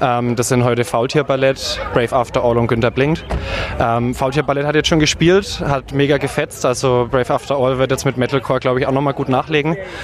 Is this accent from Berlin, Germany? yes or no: no; Nuremberg, Bavaria, Germany; Ja, also wie gesagt … Ich bin aus Nürnberg hier direkt und ehrenamtlich beim Bonsai-Festival dabei.